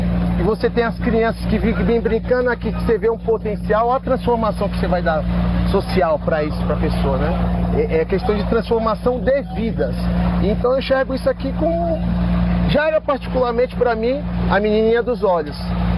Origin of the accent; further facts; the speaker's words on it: Santos, São Paulo, Brazil; hoje eu sou de Santos, mas trabalho aqui em São Paulo.